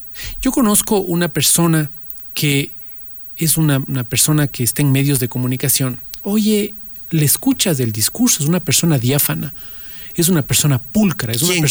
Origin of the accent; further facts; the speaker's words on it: Quito, Pichincha, Ecuador; Yo, quiteño de bien, olvídate, yo soy quiteño de mal.